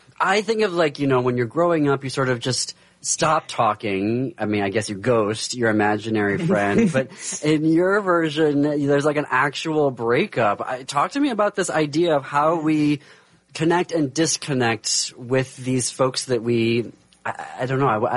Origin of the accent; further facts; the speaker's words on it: Midwest, United States; as a queer kid growing up in the Midwest and then having, you know, an Armenian family that was across the ocean